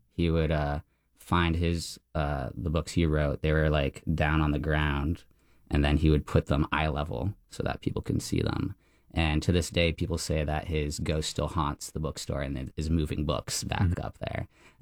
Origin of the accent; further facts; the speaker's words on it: Largo, Florida, United States; also born or lived in St. Petersburg / Brazil; I was born in St. Pete. My dad took me there a few times. Then we moved to Largo.